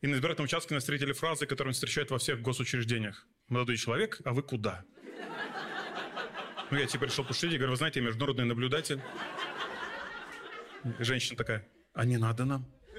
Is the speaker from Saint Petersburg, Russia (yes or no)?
no; Moscow, Russia; А я москвич, прикиньте. У меня, как у любого москвича, есть квартира в Москве.